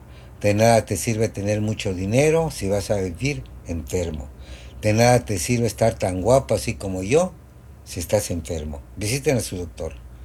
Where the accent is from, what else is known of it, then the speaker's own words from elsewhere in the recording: Mexico; Porque el año pasado la tenía programada, pero no, como buen mexicano.